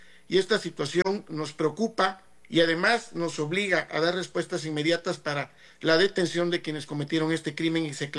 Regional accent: Oaxaca, Mexico; a quien conozco de muchos años, somos oaxaqueños

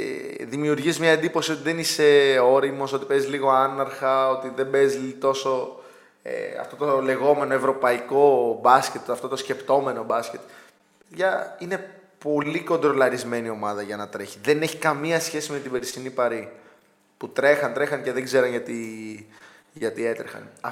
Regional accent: Greece

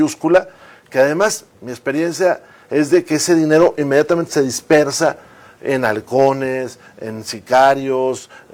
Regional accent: Mexico; Claro, como mexicanos podemos observar, pero ellos deben de tomar sus decisiones.

